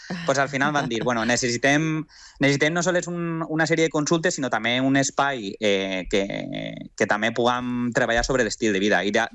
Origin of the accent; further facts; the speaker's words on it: Valencian Community, Spain; Com a bon valencià que sóc, per a mi és un plaer estar amb vosaltres